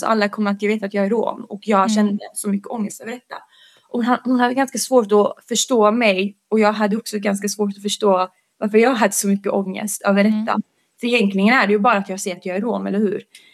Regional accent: Bosnia & Herzegovina; Jag är rom från Bosnien, så jag är bosnisk rom. Och det innebär alltså att vi pratar bosnisk romani.

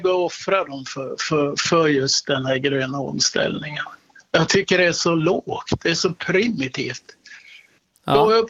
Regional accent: Malmberget, Norrbotten County, Sweden; Och jag är uppvuxen i Malmberget.

